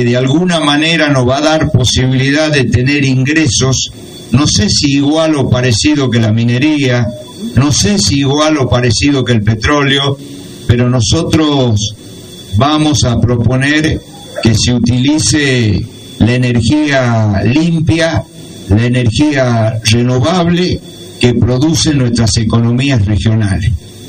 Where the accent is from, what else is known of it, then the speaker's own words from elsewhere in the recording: Tucumán, Argentina; también somos argentinos, también vivimos en el norte, también hace calor